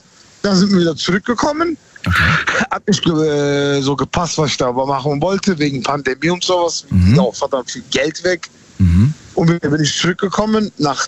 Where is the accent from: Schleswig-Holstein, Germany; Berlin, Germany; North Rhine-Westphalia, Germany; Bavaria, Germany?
North Rhine-Westphalia, Germany; Cologne; Ja, aus Köln.